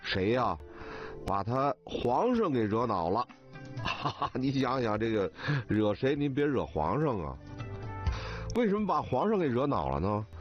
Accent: Beijing, China; 我是从小在西单劈柴胡同长大的啊。

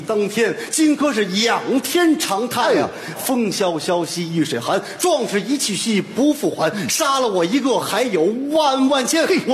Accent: Baoding, Hebei, China; accent: Baoding dialect; 我是河北保定人。

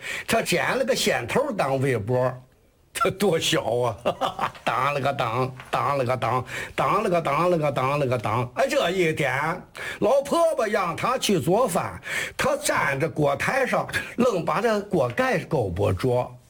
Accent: Qiqihar, Heilongjiang, China; 这么说，我到天津去吧，天津人不知道我是齐齐哈尔人

